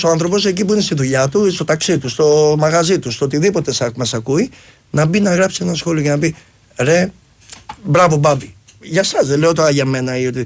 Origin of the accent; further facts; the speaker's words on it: Amaliada, Western Greece, Greece; also born or lived in Kyllini; Από την Αμαλιάδα. Βασικά με την Κυλλίνη. Ψαροχώρη τη Κυλλίνη.